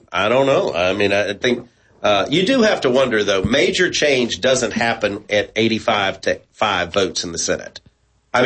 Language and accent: English; Ruston, Louisiana, United States; I remember growing up in Ruston.